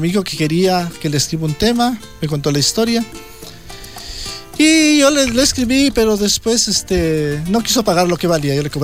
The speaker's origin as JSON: {"language": "Spanish", "country": "Ecuador"}